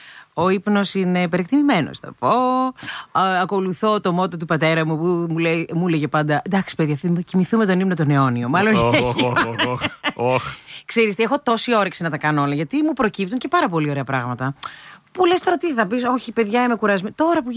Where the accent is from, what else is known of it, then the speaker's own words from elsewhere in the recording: Greece; Παιδιά, κατά βάθος όλοι είμαι Έλληνες.